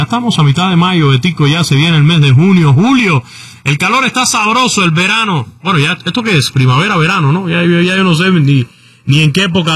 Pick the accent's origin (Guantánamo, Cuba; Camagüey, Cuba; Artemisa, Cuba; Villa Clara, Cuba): Camagüey, Cuba; moved away; also born or lived in Havana; Camagüey, que es mi tierra natal, a mucho orgullo